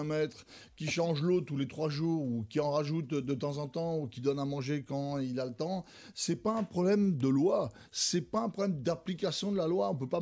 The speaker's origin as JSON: {"language": "French", "country": "Mauritius", "tie": "born there", "said": "Moi, je suis à Maurice depuis mon enfance. Hein. C'est pas comme si je suis arrivé il y a peu de temps. Je suis arrivé il y a malheureusement longtemps et heureusement longtemps."}